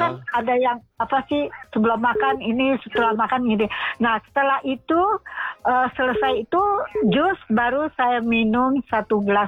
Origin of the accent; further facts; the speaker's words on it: West Java, Indonesia; Saya dari Jawa Barat, tanya orang Jawa Barat, enggak suka manis.